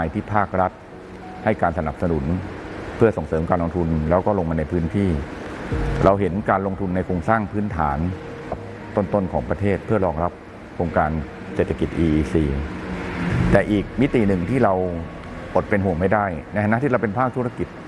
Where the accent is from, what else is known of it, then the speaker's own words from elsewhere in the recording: Rayong, Thailand; ในฐานะที่เป็นคนระยองโดยกำเนิดนะครับผมเห็นความเปลี่ยนแปลงของจังหวัดระยองนะครับ